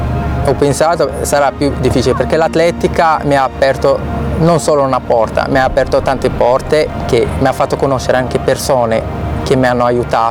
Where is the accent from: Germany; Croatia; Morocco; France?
Morocco; Casablanca, Casablanca-Settat; Italian is a second language; moved away as an adult; now in Genoa, Italy; Io sono di Casablanca, fasciata sul mare